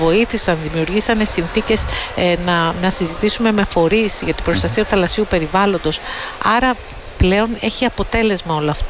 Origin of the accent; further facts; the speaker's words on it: Greece; είμαι υπερήφανη και ως Χελμέπα αλλά και ως Ελληνίδα.